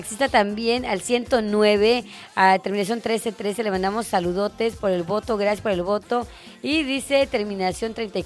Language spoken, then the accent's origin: Spanish; Mexico; Sabemos muy bien que somos mexicanos.